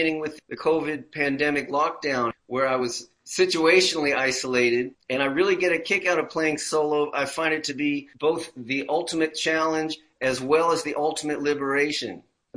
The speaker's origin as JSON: {"language": "English", "town": "New York City", "region": "New York", "country": "United States", "tie": "born or raised there", "said": "And so it motivated my moving back to my hometown of New York City when I was 19 in the spring of 1982."}